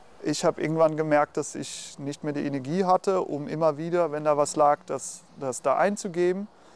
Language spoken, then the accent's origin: German; Netherlands; now in Berlin, Germany; Ich komme selber aus Holland. Ich bin in Holland geboren.